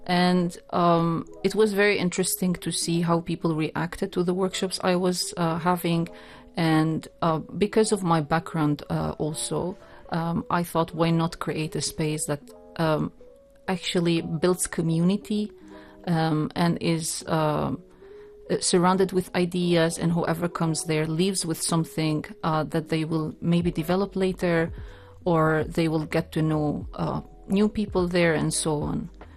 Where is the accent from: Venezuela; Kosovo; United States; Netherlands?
Kosovo; now in Oman; I'm Albanian from Kosovo. I reside here in Oman.